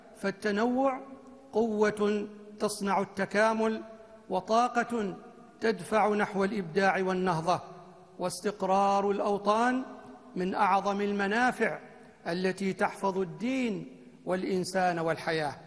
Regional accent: Oman; بلدنا عمان

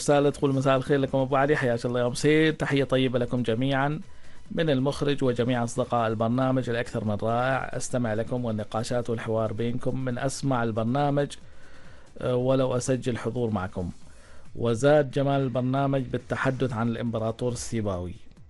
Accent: Oman; نحن يعني في السلطنه

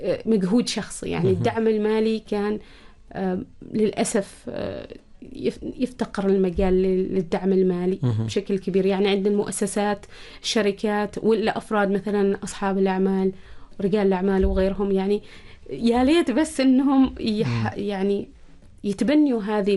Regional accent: Oman; عندنا في سلطنة عمان

